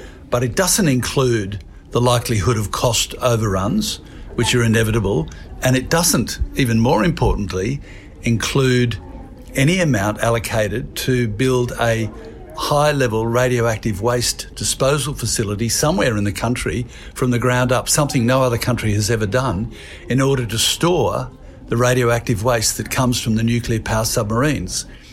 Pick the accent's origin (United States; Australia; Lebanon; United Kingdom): Australia; as Australian people